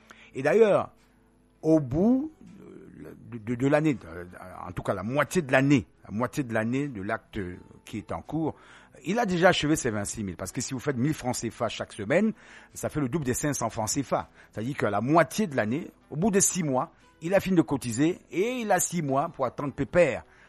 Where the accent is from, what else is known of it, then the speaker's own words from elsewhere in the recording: Cameroon; C'est tout un problème chez nous en Afrique, au Cameroun.